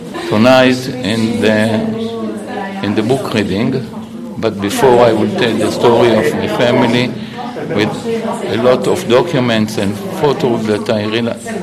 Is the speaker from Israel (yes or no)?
yes; Haifa, Haifa District, Israel; in Haifa, my hometown